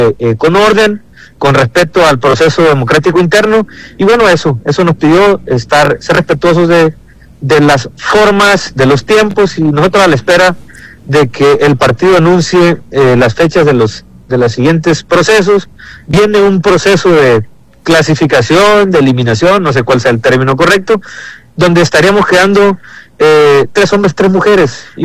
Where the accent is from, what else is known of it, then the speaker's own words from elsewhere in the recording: La Reforma, Sinaloa, Mexico; o vas para la Reforma de donde yo soy